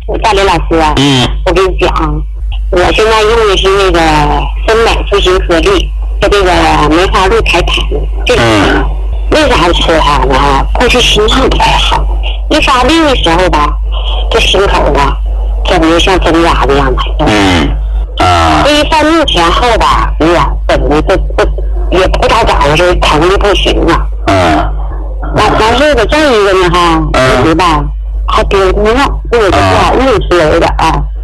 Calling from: Shenyang, Liaoning, China; 我是沈阳的，高粉。

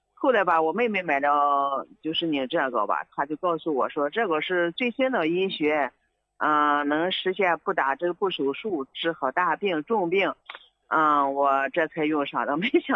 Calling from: Baoji, Shaanxi, China; 啊，我是陕西宝鸡的。

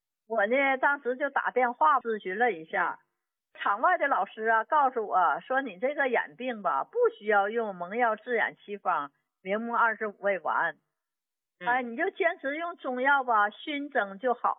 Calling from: Shenyang, Liaoning, China; 我是沈阳的。

